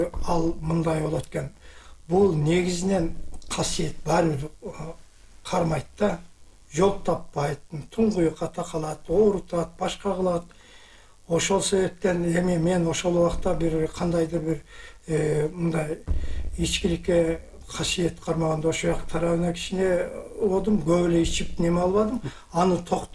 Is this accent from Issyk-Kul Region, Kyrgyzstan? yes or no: no; Alay, Osh Region, Kyrgyzstan; born there; Алайда туулган.